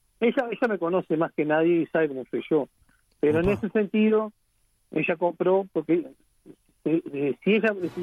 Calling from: Uruguay; somos uruguayos y nos matamos trabajando.

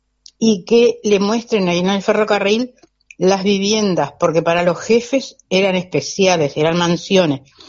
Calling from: Suárez, Canelones, Uruguay; Te llamo desde Suárez, departamento de Canelones

